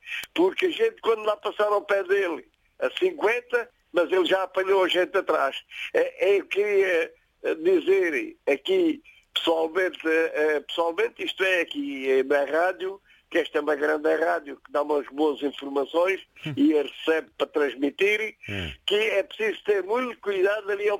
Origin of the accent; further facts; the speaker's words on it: Ponte de Sor, Portalegre, Portugal; propriamente sou natural de Ponte Sor, mas onde eu tenho a minha vivenda e as minhas coisas é na Torre das Vargens.